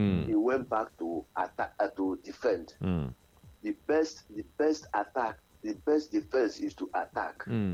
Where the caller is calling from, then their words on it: Ikorodu, Lagos, Nigeria; I'm calling from Nigeria.